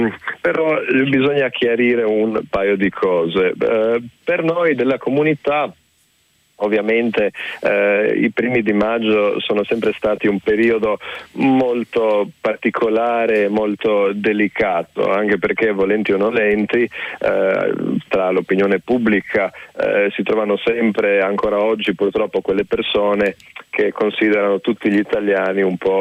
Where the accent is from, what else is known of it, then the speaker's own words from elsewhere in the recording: Rijeka, Primorje-Gorski Kotar County, Croatia; accent: Fiuman dialect; il dialetto fiumano che oggi parliamo a Fiume